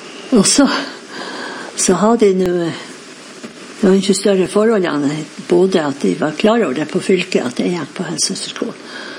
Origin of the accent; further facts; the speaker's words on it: Flakstad, Nordland, Norway; Jeg er født og oppvoksen i Lofoten